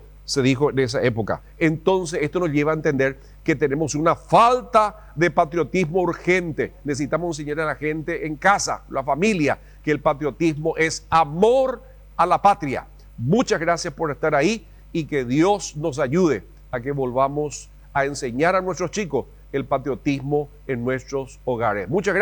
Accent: Paraguay; Nosotros sabemos como paraguayo

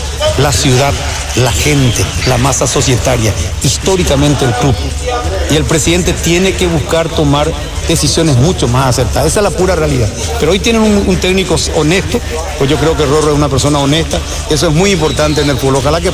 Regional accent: Luque, Central, Paraguay; yo crecí en la República de Luque para abrazar esta profesión.

